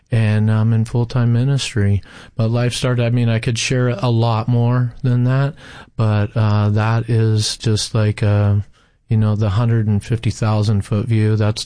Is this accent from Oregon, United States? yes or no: yes; Salem, Oregon, United States; I was born and raised in Salem, Oregon. So everything that I just described to you as far as from when I started life, it was in Salem and in Oregon.